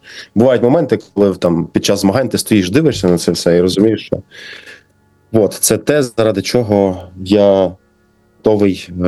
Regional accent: Kharkiv, Kharkiv Oblast, Ukraine; Ми, харків'яни, точно є у Львові.

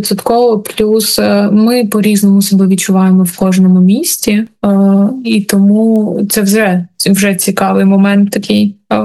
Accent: Kharkiv, Kharkiv Oblast, Ukraine

